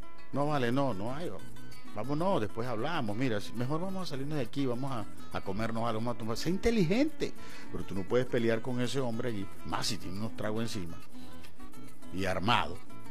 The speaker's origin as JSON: {"language": "Spanish", "country": "Venezuela", "said": "Aquí estoy hablando en mi país. En Venezuela está ocurriendo eso."}